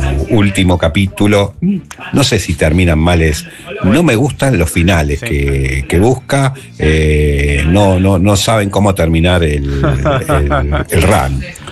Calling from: Buenos Aires, Argentina; de Caballito.

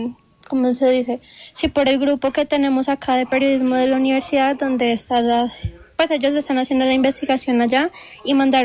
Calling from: Pereira, Risaralda, Colombia; A mí me duele mucho mi ciudad

